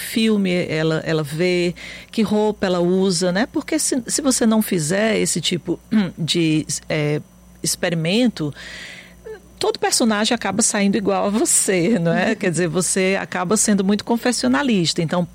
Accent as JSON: {"language": "Portuguese", "town": "Fortaleza", "region": "Ceará", "country": "Brazil", "tie": "born there", "said": "Eu nasci aqui em Fortaleza, né? Quer dizer, venho de uma tradição nordestina"}